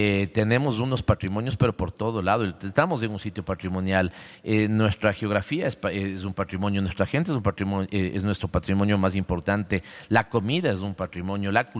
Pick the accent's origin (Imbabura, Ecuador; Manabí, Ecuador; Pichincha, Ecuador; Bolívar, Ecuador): Pichincha, Ecuador; Quito; yo sí me considero quiteño, entonces tengo sal quiteña